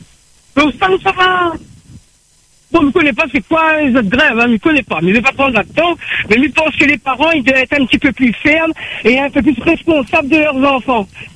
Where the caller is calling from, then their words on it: Saint-Pierre, Réunion; Moi, je suis à Saint-Pierre, devant le lycée Paul Hermann.